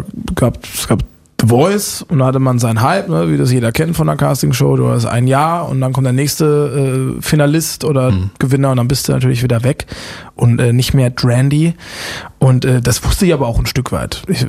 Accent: Busenbach, Baden-Württemberg, Germany; Aber jetzt bei mir, in meinem Heimatdorf, ist es natürlich...

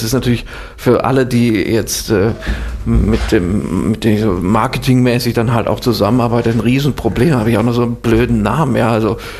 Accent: Swabia, Germany; also born or lived in Northern Germany; und dann wurde ich zwar in Norddeutschland geboren, aber bin dann auch sehr schnell nach Schwaben umgezogen. Im Grunde bin ich Schwabe, also auch bis heute, man hört es jetzt nicht mehr so im Dialekt

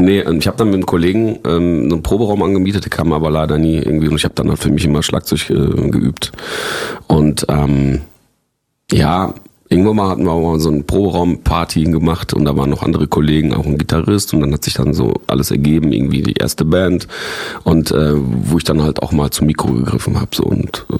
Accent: Recklinghausen, North Rhine-Westphalia, Germany; Damit haben wir uns dann beworben beim Kinderjugendparlament in Recklinghausen, also in meiner Heimatstadt, wo ich jetzt zu der Zeit wo ich halt immer noch lebe

